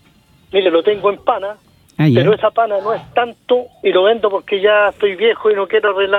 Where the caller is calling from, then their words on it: Longuén, Chile; De Longuén.